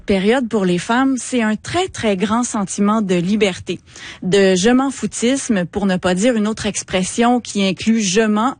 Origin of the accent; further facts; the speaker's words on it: Quebec, Canada; accent: Quebec; Des grands concerts comme le Vans Rap Tour, que mon accent de Québec me permet encore difficilement de prononcer à ce jour.